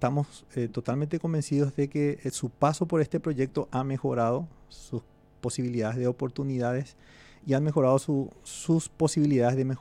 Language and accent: Spanish; Carapeguá, Paraguarí, Paraguay; moved away; en Carapeguá, de donde yo soy oriundo.